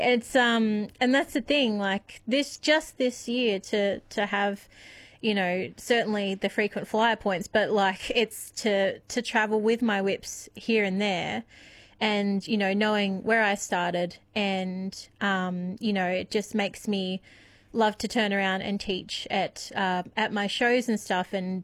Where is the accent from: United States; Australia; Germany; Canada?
Australia; Bairnsdale, Victoria; I'm a girl from Bairnsdale, and, you know, the biggest thing is St. Mary's Church.